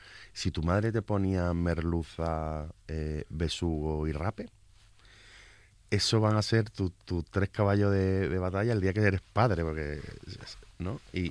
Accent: Cádiz, Andalusia, Spain; Pues tuvimos la suerte hace muchos años de, como gaditanos, disfrazarla de cosas, en este caso de embutidos marinos.

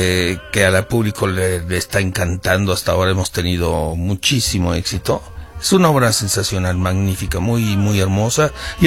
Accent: Mexico City, Mexico; moved away as an adult; now in Vienna, Austria; aquí nací, aquí crecí, aquí me formé en la Ciudad de México

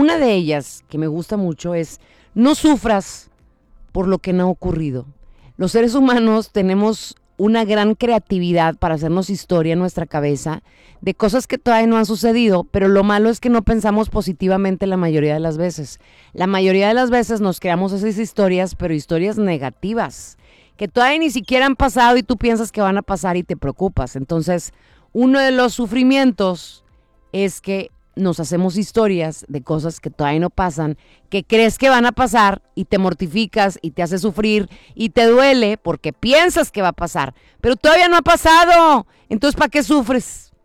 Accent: Mexico

